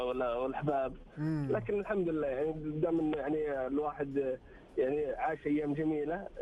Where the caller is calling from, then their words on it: Riyadh, Riyadh Province, Saudi Arabia; من الرياض.